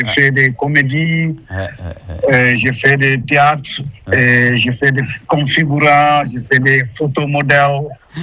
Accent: Senegal; also born or lived in Guinea-Bissau; now in Netherlands; Je suis né en Guinée-Bissau, mais mes parents sont des Sénégalais.

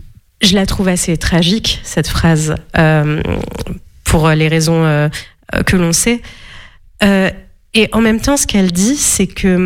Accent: Morocco; le fait que j'ai grandi au Maroc.

